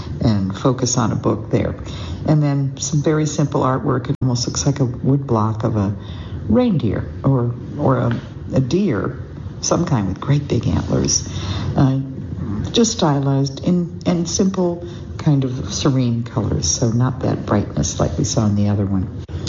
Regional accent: Trinidad & Tobago; Growing up in Trinidad had conditioned me to jungles filled with dark, murky, mysterious waterways.

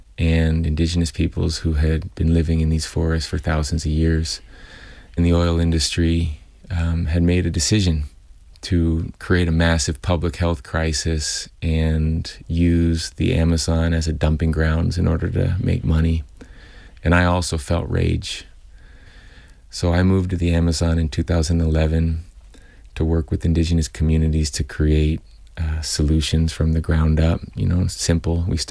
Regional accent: California, United States; I grew up in California, just, 30 minutes drive away from the headquarters of Chevron.

